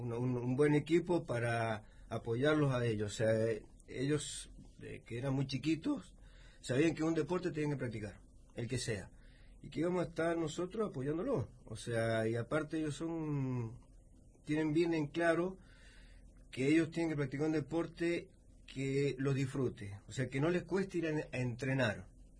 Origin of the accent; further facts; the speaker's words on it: Atuel Norte, Mendoza, Argentina; now in San Rafael, Argentina; De Ato Norte. Mis orígenes son Ato Norte, después me trasladé a Villa Tuero unos años, después a partir del año 90 y del 90 más o menos estoy viviendo acá en San Rafael.